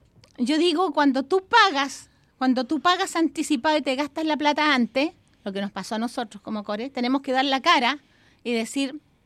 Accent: Chile; el Estado somos todos los chilenos.

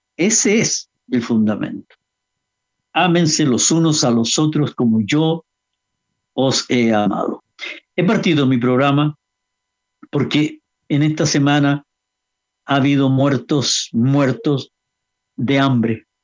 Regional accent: Chile; yo pertenezco como chileno, como sudamericano, como latinoamericano.

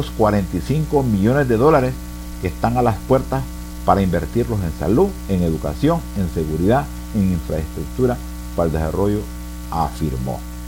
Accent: Honduras

